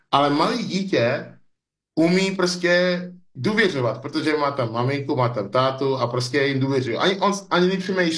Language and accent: Czech; Nigeria; Czech is a second language; now in Czech Republic; jsem vždycky cítil, že nejenom, že jsem z Nigérie a člověk z Nigérie žije v České republice